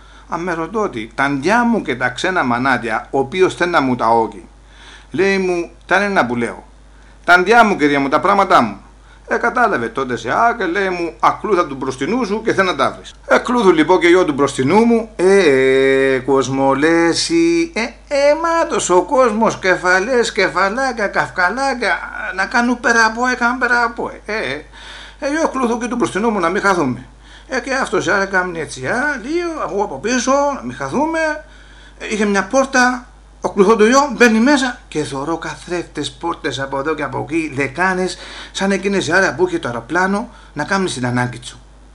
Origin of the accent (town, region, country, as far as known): Olympos, South Aegean, Greece